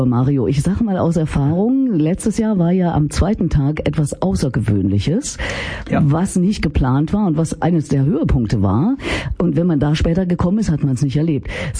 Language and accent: German; Erfurt, Thuringia, Germany; moved away; Also, pass mal auf, ich komme ja aus Erfurt, wie Jürgen und Achtung, Kehrt.